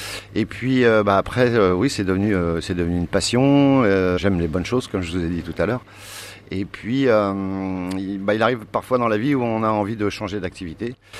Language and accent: French; Rouen, Normandy, France; Et comme je suis natif de Rouen, j'ai choisi la Normandie.